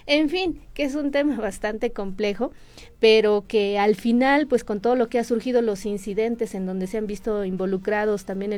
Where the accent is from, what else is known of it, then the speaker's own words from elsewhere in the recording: Mexico; como mexicanos nos tienen que decir